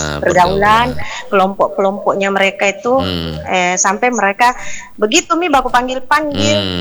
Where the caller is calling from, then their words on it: South Sulawesi, Indonesia; di sini di daerahku alhamdulillah ada poskonya buat tiap malam. Nah, jadi ada di situ di depan itu situ posko untuk warga RW 5 Balaparang.